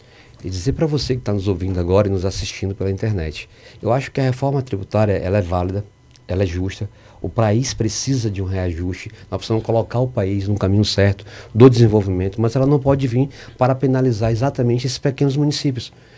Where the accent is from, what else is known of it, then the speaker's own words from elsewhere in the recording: Ilhéus, Bahia, Brazil; Eu sou natural da cidade de Ilhéus, uma cidade que eu tenho muito orgulho de fazer parte da minha cidade, daquela comunidade que eu fui criado, que é o bairro Nelson Costa.